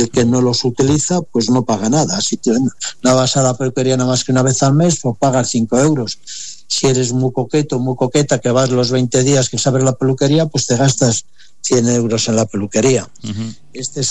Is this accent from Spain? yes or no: yes; Aranda de Duero, Castile and León, Spain; a mi pueblo, a Aranda de Duero